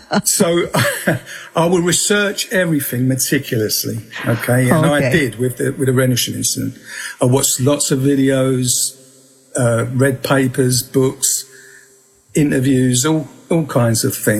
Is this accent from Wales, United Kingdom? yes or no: no; Peckham, London, United Kingdom; accent: southeast London; No, I was brought up in Peckham, London, southeast London, so that's my accent.